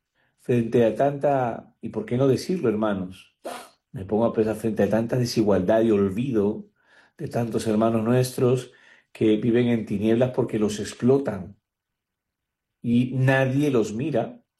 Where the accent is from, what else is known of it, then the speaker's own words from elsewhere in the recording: Peru; como cristianos, como peruanos.